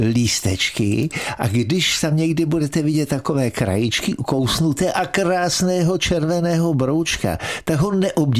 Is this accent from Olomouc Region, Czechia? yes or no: no; Holice, Pardubice Region, Czechia; jsem vyrůstal v Holicích